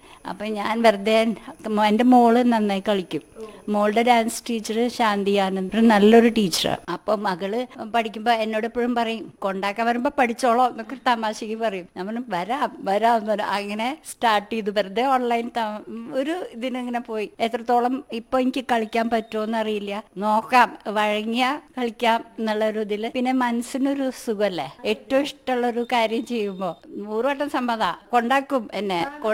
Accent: Mumbai, Maharashtra, India; now in Kerala, India; ഞാൻ ജനിച്ച് വളർന്നത് ബോംബെയിലാണ്.

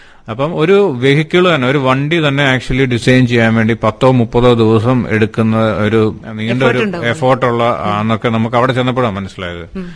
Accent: Kerala, India

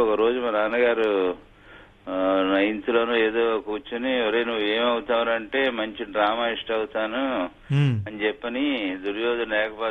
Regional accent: Madiki, Andhra Pradesh, India; moved away; మా native place మడికి.

